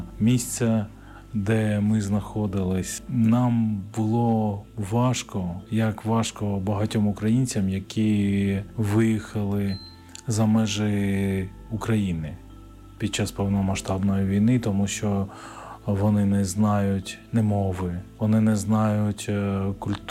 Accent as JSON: {"language": "Ukrainian", "region": "Yerevan", "country": "Armenia", "tie": "born or raised there", "moved": "yes", "said": "Я народився в Вірменії, в місті Єреван. Жив там зі своїми батьками. У нас в родині 4 дітей."}